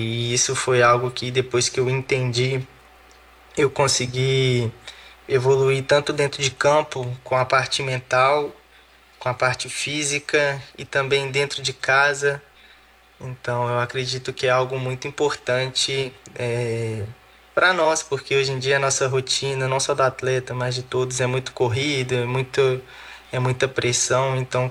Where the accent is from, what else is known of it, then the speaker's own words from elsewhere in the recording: Belo Horizonte, Minas Gerais, Brazil; trajetória com 6 anos de idade jogando futsal em uma escolinha no meu bairro, que é o bairro Serrano, onde eu cresci em Belo Horizonte, na escolinha do Seno.